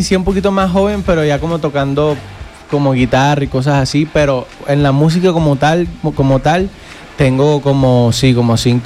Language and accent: Spanish; Cartagena, Bolívar, Colombia; yo soy de Cartagena, de Citilla.